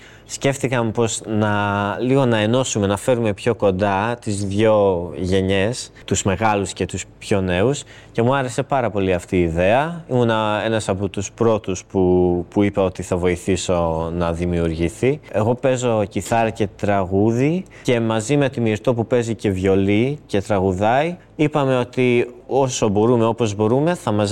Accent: Greece; Για μένα, εγώ είμαι περήφανος που είμαι Έλληνας

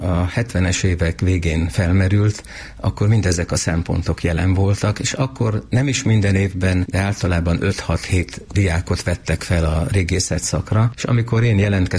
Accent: Külsővat, Veszprém County, Hungary; born or raised there

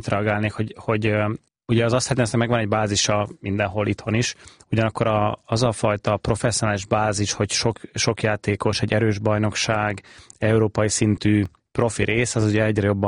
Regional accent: Hungary; now in Germany; én Németországban élek alapvetően, a család pedig itthon, de hogy a Gödöllői utca, ahol mi lakunk

